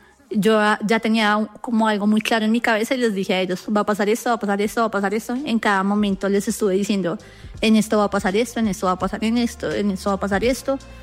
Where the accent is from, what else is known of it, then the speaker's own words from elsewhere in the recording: Bogotá, Colombia; yo soy de Suba, pero trabajé muchas cosas en Ingativá.